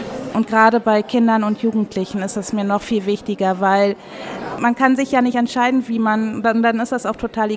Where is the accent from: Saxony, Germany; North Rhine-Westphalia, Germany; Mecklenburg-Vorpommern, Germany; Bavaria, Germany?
Mecklenburg-Vorpommern, Germany; Warin; ich bin aus der Gemeinde Warin.